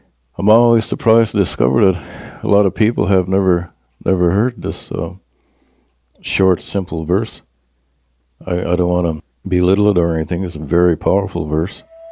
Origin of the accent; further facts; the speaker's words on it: Eel Ground, New Brunswick, Canada; also born or lived in United States; I'm half Irish and half Mi'kmaq. I was born in this area. Mother gave birth to me at the hospital in Chatham, which is located about 10 minutes from here. I've always lived here mostly in Eel Ground.